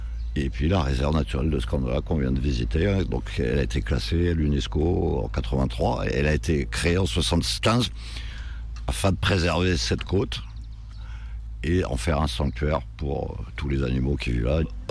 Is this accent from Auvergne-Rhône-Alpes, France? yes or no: no; Paris, Île-de-France, France; born there; now in Corsica, France; Je suis né à Paris, de famille espagnole basque, réfugié depuis 36 en France. Voilà. Et donc je suis arrivé en Corse après mon service militaire.